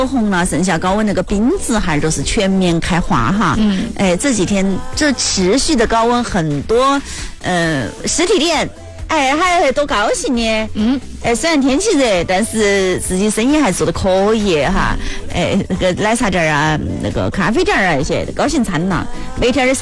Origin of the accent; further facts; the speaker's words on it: Northeast China, China; 我说我是东北的